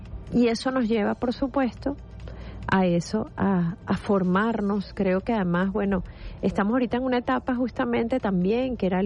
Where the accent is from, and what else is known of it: Venezuela